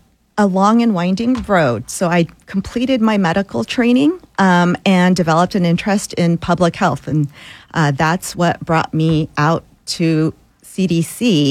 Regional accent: Fairfield, California, United States; also born or lived in Philippines; So I was born in the Philippines. I came to California as a child. I was 8. Grew up mostly in Northern California, Fairfield, right outside of Napa Valley.

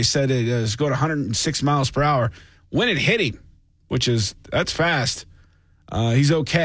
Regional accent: Kansas City, United States; born there; now in Jacksonville, United States; My hometown baseball team, the Kansas City Royals

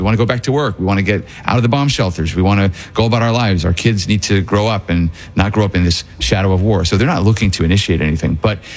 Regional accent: Illinois, United States; Chicago, where I grew up in the Chicago suburbs, went from Lori Lightfoot to Brandon Johnson

